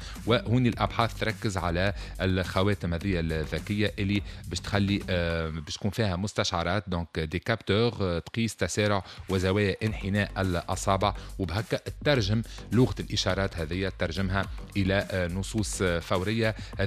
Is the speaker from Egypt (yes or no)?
no; Tunisia; منتخبنا الوطني التونسي